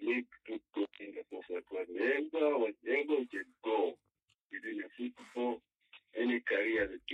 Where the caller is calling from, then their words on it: Lusaka, Lusaka Province, Zambia; calling you within Lusaka.